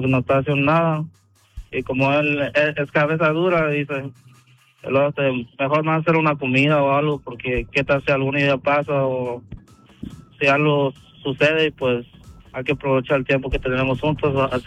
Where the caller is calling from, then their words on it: Fremont, Nebraska, United States; yo soy de Fremont para Elkhorn